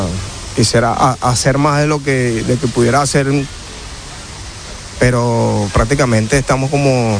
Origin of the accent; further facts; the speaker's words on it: Venezuela; Estamos consternados porque la desgracia que ha pasado en mi país de esta magnitud